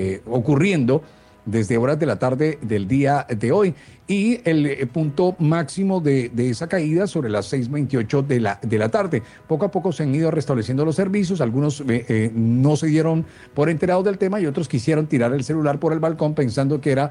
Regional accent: Caribbean Region, Colombia; quien me escucha temprano sabe que yo soy orgullosamente caribeño.

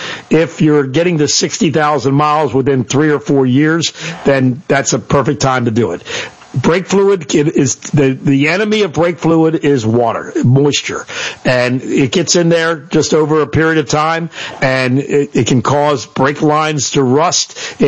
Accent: United States; born there; I'm thankful that I'm an American. I'm thankful that I was born here, and thankful that I have the freedom to live here.

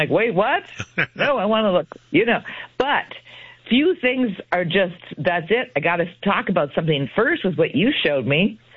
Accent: Sault Ste. Marie, Ontario, Canada; also born or lived in Guelph; I mean, I grew up in Sault Ste. Marie and Guelph, who I think have the two highest Italian populations after Rome and Woodbridge.

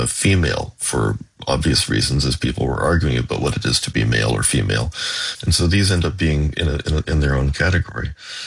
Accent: Canada; he's a person of approximately my age, and I'm guessing yours as well, where we were taught as children that as Canadians

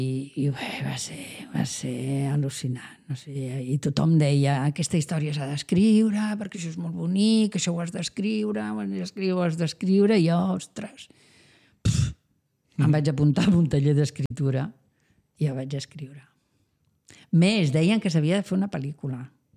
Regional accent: Santa Maria de Palautordera, Catalonia, Spain; first language Spanish; Catalan is a second language; now in Menorca, Spain; per Palautordera, que és d'on sóc jo, i com que tinc moltíssima família i tinc molts amics allà

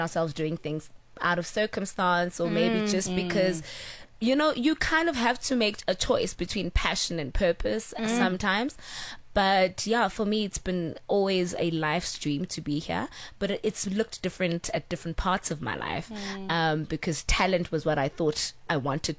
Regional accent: Pretoria, Gauteng, South Africa; born there; also born or lived in East London, Eastern Cape / Potchefstroom; being born in the Eastern Cape in East London. Then my mom moved here. Then, you know, I grew up in Pretoria for a bit.

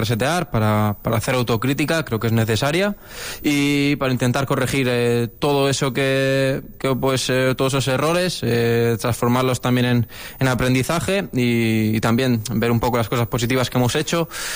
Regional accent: Alicante, Valencian Community, Spain; también se asemeja un poco a mi tierra, bueno, Alicante.

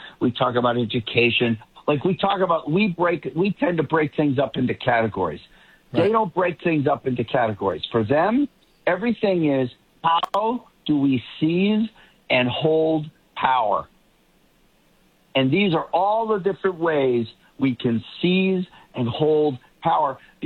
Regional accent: Boston, Massachusetts, United States; accent: Boston; Now, I'm a little sensitive to it because, as you know, Mark, I've lost my accent. A lot of people ask me, where are you from? I can't really tell.

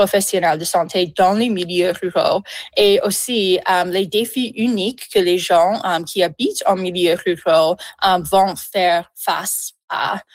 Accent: Woodville, Nova Scotia, Canada; moved away; J'ai grandi dans un milieu rural. J'ai grandi à Nouvelle-Écosse, dans une petite ville qui s'appelle Woodville.

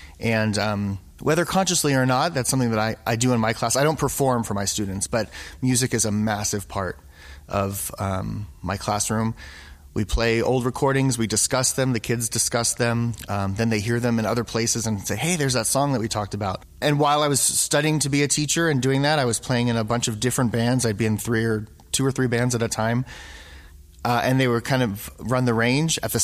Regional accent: Burbank, California, United States; I'm from Burbank, California. Well, Burbank is the media city of the world. Not in Hollywood, but over the hill from Hollywood.

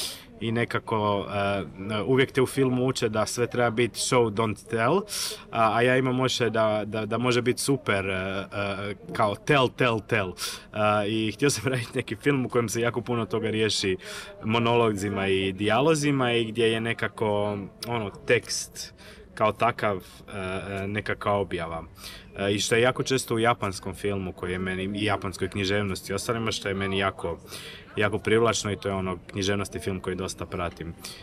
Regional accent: Dubrovnik, Dubrovnik-Neretva County, Croatia; born there; Ja sam rođen u Dubrovniku, pa ga nisam tako doživio

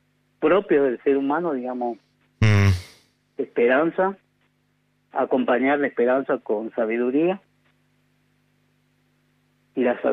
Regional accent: Argentina; Nosotros somos afortunados, los argentinos somos afortunados de vivir en un país grande, en un país que quizá económicamente no está muy bien

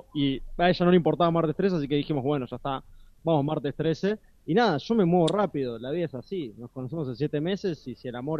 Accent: Paraná, Entre Ríos, Argentina; also born or lived in Córdoba; Yo soy cordobés, nací acá en Córdoba, pero viví toda mi vida en Paraná, Entre Ríos.

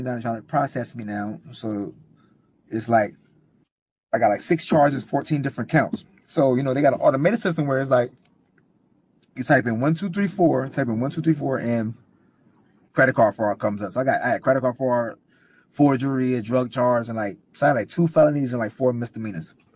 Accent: Philadelphia, Pennsylvania, United States; I'm from Philly.

